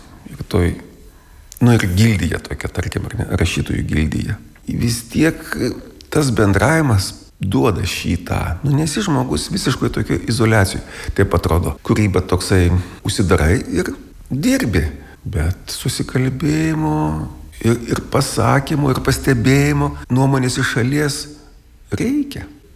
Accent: Samogitia, Lithuania; esam lietuviai, jų žemaičiai tokie. Lietuviai su tokiu klaustuku, ar kaip. Nu tai va, matot, tas mūsų regionas išsaugojo tą savitumą labiausiai.

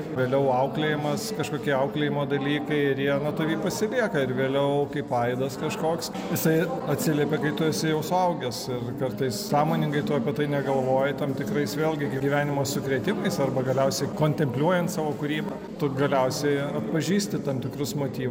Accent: Šilalė, Tauragė County, Lithuania; Aš išvažiavau iš Šilalės, kurį aš atsimenu apibūdinamą ir pats atsimenu kaip visuomet gražią. Žalia, žydinčia, švaria be galo.

